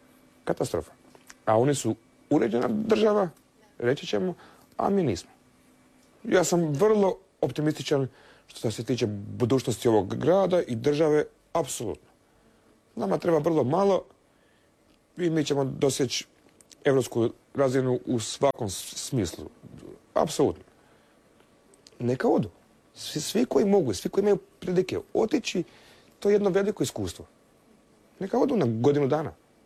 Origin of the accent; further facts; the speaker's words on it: Osijek, Osijek-Baranja County, Croatia; Kod nas u Osijeku